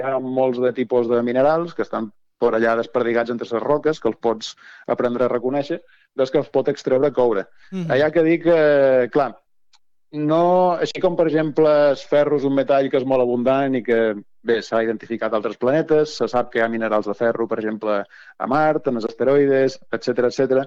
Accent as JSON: {"language": "Catalan", "region": "Balearic Islands", "country": "Spain", "said": "Jo som de Balears, així que més o menys..."}